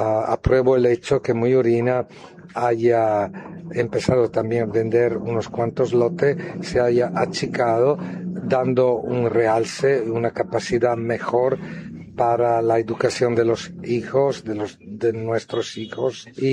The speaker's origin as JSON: {"language": "Spanish", "town": "Montero", "region": "Santa Cruz", "country": "Bolivia", "said": "me ha dado mucha alegría fue ver en el Chior a varios de Montero que vinieron ahí a saludarme. Yo soy de Montero."}